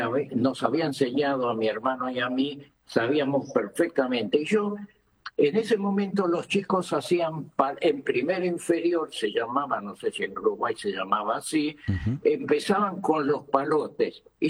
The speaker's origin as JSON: {"language": "Spanish", "country": "Cuba", "tie": "born there", "said": "Yo nací en Cuba, uh-huh, en Cancún, que debe ser como si a 400 kilómetros de La Habana."}